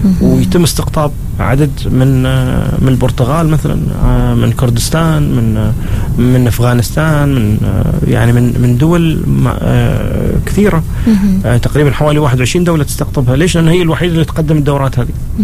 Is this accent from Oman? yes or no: yes; Oman